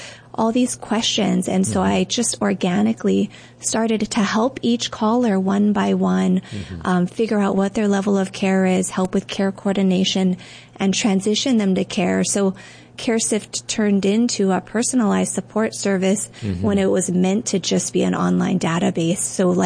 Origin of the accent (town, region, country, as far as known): Kaneohe, Hawaii, United States